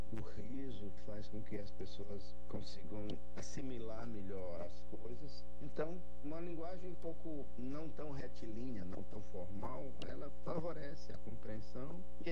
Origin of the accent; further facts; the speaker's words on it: Ceará, Brazil; somos cearenses